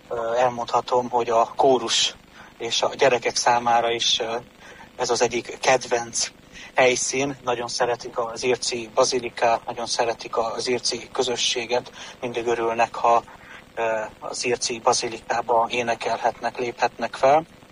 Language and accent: Hungarian; Transylvania, Romania; moved away as an adult; now in Siófok, Hungary; Én is erdélyi gyerek vagyok.